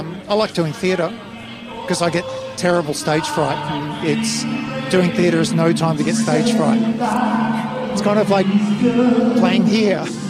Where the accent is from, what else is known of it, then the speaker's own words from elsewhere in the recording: Taradale, Victoria, Australia; Taradale, my hometown